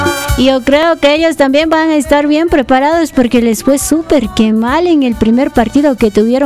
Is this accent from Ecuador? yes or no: yes; Ecuador; sobre todo porque somos dignos ecuatorianos